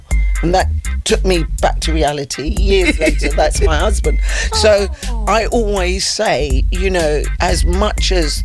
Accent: London, United Kingdom; We're going to go back home because we're from West London. We're going to go back home.

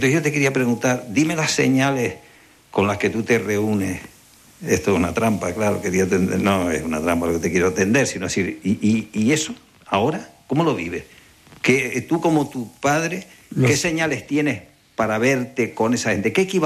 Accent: Guatiza, Canary Islands, Spain; e iba a Lanzarote, a Guatiza, mi pueblo natal.

